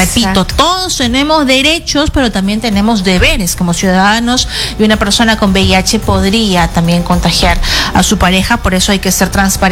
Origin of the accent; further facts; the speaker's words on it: Peru; Así es, pero como todo peruano tenemos derechos y también tenemos deberes, ¿no?